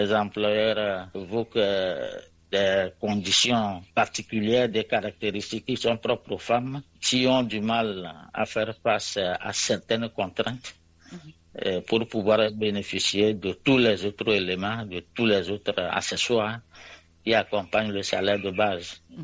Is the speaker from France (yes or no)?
no; Togo; chez nous, au Togo